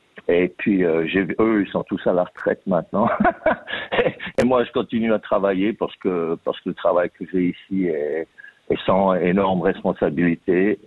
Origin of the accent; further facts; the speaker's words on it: Crissier, Vaud, Switzerland; moved away as an adult; now in Brisbane, Australia; j'ai grandi à Lausanne, à Crissier. Puis je suis venu ici en Australie après avoir fait un tour du monde.